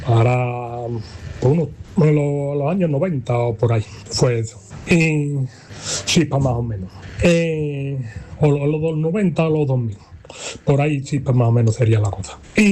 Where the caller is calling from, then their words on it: Brenes, Andalusia, Spain; Muy buenas madrugadas … de Brenes.